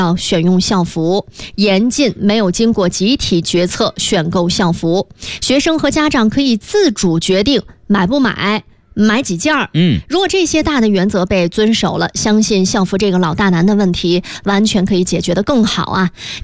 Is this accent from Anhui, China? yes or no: no; Shijiazhuang, Hebei, China; now in Beijing, China; 我是石家庄人，但我从校园出来已久